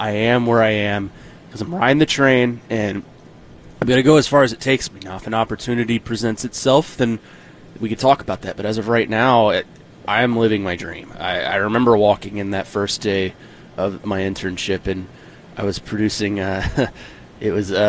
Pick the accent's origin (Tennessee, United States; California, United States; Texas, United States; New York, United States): Tennessee, United States; Nashville; growing up in Nashville